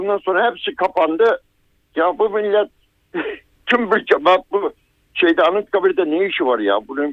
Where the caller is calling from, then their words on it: Giresun, Turkey; Giresun'dan arıyorum.